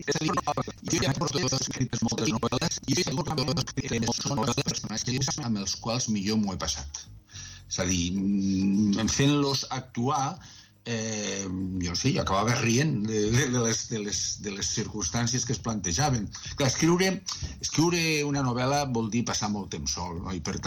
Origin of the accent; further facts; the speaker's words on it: Lleida, Catalonia, Spain; El meu barri de Balàfia.